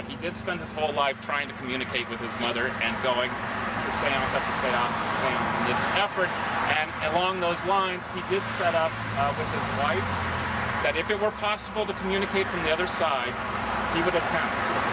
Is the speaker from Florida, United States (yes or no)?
no; Los Angeles, California, United States; I grew up in Laurel Canyon